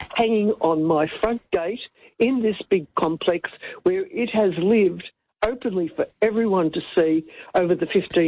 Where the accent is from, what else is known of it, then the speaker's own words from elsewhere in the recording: Australia; being Australian, like me, a very proud Australian